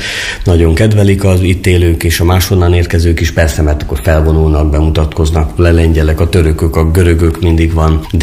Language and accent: Hungarian; Széphalom, Borsod-Abaúj-Zemplén, Hungary; ráadásul én Széphalomról jövök